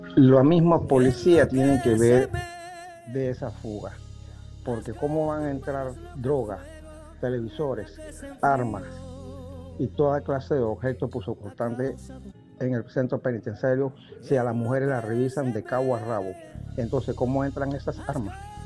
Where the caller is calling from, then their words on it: Monagrillo, Herrera, Panama; buenas tardes, Chino, en Monagrillo.